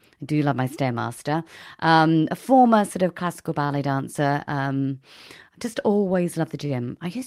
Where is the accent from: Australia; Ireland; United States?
Australia; Melbourne, Victoria; now in United Kingdom; I am actually Australian. Yes, born and bred in Melbourne, but lived in the UK for many, many, many years. I won't sort of say how many years because that might give my age away. But I have been here for very many years.